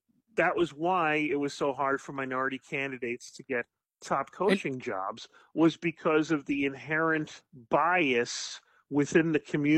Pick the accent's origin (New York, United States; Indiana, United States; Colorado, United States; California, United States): New York, United States; New York City; I grew up with in Brooklyn. I went from East Flatbush, which is not far from Brownsville